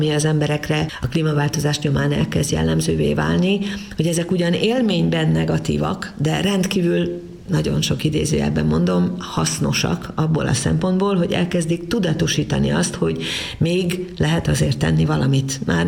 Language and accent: Hungarian; Debrecen, Hajdú-Bihar, Hungary; born there; now in Budapest, Hungary; de összességében azt gondolom, hogy egy ilyen debreceni születésű zuglói ember vagyok, igen.